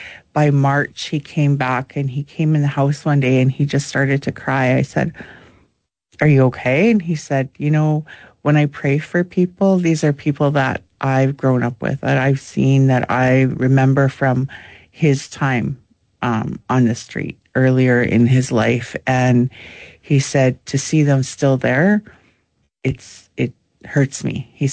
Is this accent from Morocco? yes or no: no; Alberta, Canada; I'm Blackfoot from Alberta, Blood Reserve, Treaty 7.